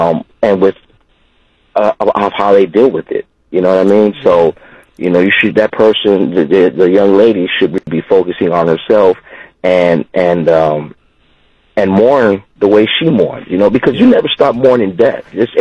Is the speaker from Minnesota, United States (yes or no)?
no; Los Angeles, California, United States; You know, growing up in South Central, man, like, it's hard, you know.